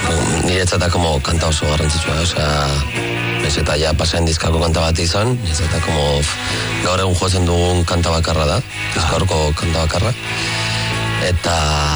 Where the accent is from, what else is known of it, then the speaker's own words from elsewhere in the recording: Basque Country, Spain; Euskaldunak gara, Euskal Herria maite dugu